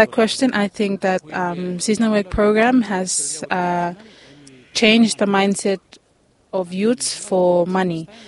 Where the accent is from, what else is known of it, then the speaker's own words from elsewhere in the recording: Epau, Shefa, Vanuatu; I am from Epau Village, and I do specifically Tahitian farming.